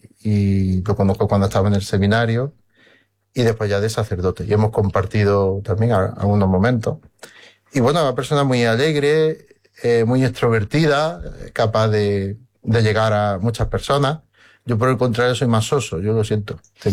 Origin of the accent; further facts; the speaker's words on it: Fuente Palmera, Andalusia, Spain; now in Palma del Río, Spain; en mi pueblo primero, antes de llegar a Palma, Fuente Palmera.